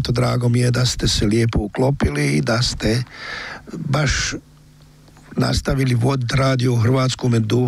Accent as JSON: {"language": "Croatian", "region": "Posavina", "country": "Bosnia & Herzegovina", "tie": "born there", "moved": "yes", "said": "U Bosni i Hercegovini sam bio 25 dana u rodnoj Posavini."}